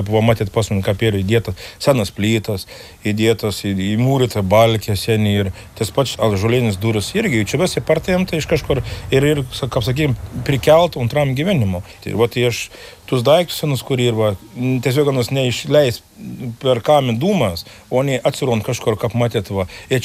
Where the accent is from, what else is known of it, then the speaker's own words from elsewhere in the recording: Viekšniai, Telšiai County, Lithuania; Jo, aš esu Viekšnius, kadangi aš sakau, aš esu Viekšniškis ir aš kaip, nu, sakau visiems ir sakau, aš iš Viekšnių niekur nekuis nekels